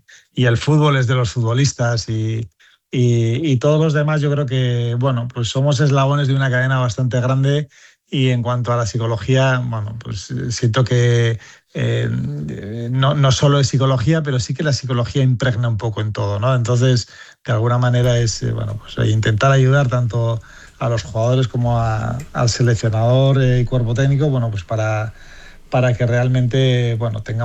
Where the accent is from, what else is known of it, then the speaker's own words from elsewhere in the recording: Pamplona, Navarre, Spain; moved away; Sí, bueno, yo me fui pronto de Pamplona.